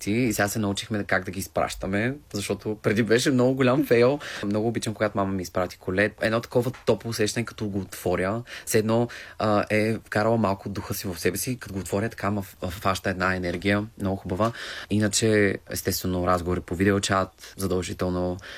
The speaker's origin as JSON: {"language": "Bulgarian", "town": "Targovishte", "region": "Targovishte Province", "country": "Bulgaria", "tie": "born or raised there", "moved": "as an adult", "lives_now": "Netherlands", "said": "Родом съм от Търговище и съм живял до 18 години в Търговище."}